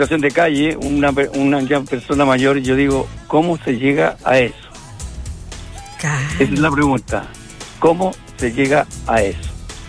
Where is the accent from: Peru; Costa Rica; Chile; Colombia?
Chile; Santiago, Santiago Metropolitan Region; moved away; yo soy de Santiago. Bueno, era de Santiago. Y allá había un cine que se llama Cinerama.